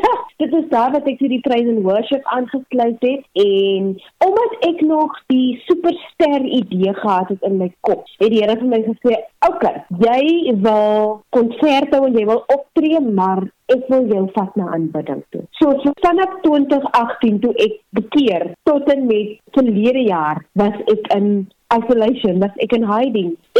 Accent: Upington, Northern Cape, South Africa; born there; So ek is oorspronkelijk van Appington in die Noordkaap.

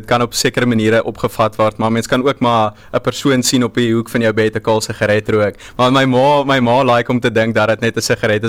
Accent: Witbank, Mpumalanga, South Africa; moved away; ek is van Witbank af, in Mpumalanga.

